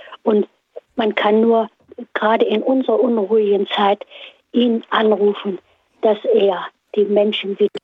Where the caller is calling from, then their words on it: Thuringia, Germany; Als junger Mensch habe ich komme aus dem Eichsfeld, das war ja damals Ostzone